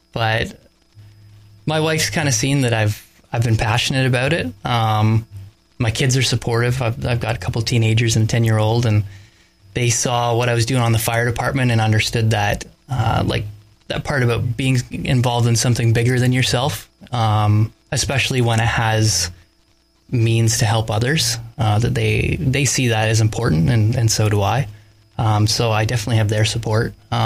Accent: Minden, Ontario, Canada; I grew up in Minden here. I grew up on Bethel Road, and I live on Bethel Road still. I'm 36 years old, and I've operated a construction business here in Minden, Haliburton County, for the past eight, nine years.

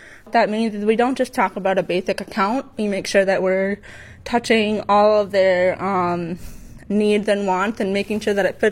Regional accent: Marshall, Wisconsin, United States; I was born and raised in Marshall, Wisconsin, city girl all the way.

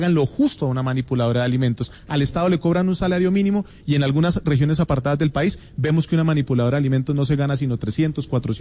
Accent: Vélez, Santander, Colombia; sé coplas porque yo soy de Vélez Santander, de la provincia.

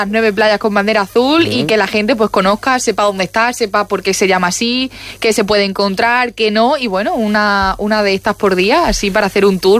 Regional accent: Extremadura, Spain; como extremeños sabemos dónde está.

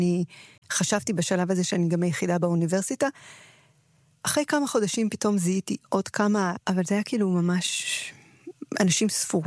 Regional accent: Haifa, Haifa District, Israel; born there; moved away; also born or lived in Jerusalem; גדלתי בחיפה, בקריאת ויז'ניץ. קהילה חמה מקסימה, ואז עברנו לירושלים. בהתחלה לסנדרי, אחרי זה לסורוצקין, ואני תמיד רואה את עצמי כמישהי מסורוצקין.

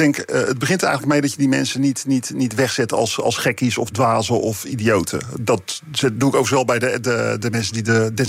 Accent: Rotterdam, South Holland, Netherlands; Als Rotterdammer denkt dan altijd van ja, dan komt Amsterdam onder water te staan

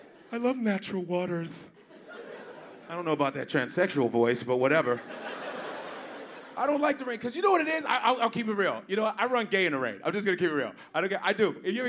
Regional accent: New York, United States; And you know, that's why I love being a New Yorker. I think New York, you know, New Yorkers are the best. They're the best people on the planet.

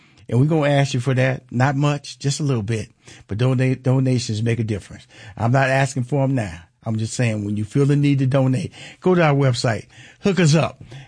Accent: Houston, Texas, United States; So I'm originally from Houston, Texas

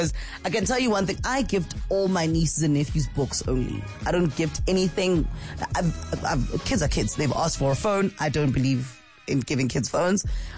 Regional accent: Soweto, Gauteng, South Africa; moved away; growing up in Soweto, there were libraries in every area.

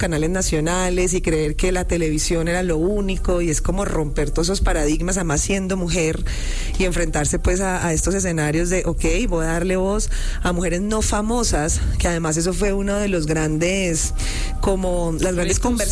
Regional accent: Cali, Valle del Cauca, Colombia; now in Bogotá, Colombia; Sí, yo soy caleña, ve. Desde y... Cali, Colombia. Yo vengo de Bogotá, porque yo vivo en Bogotá, pero yo soy de Cali.

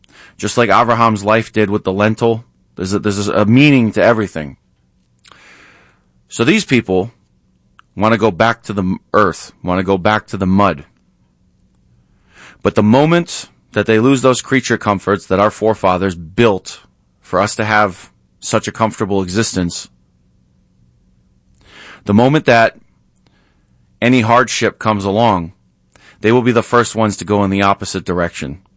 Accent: Rochester, New York, United States; I grew up in Rochester. I grew up along the Erie Canal.

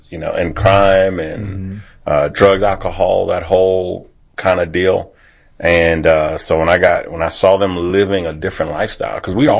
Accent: Baton Rouge, Louisiana, United States; I'm from Baton Rouge, Louisiana. So gumbo, jambalaya, Cajun food, all that good stuff.

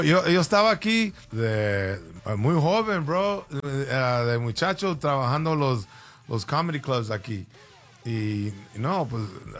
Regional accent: Mexico; born there; Spanish is a second language; Yo nací en México, ¿verdad?

